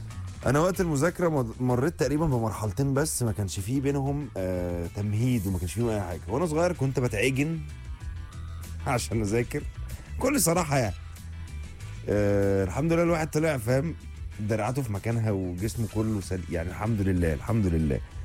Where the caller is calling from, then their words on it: Giza, Giza Governorate, Egypt; طيب صباح الخير يا يوسف، … من الجيزه.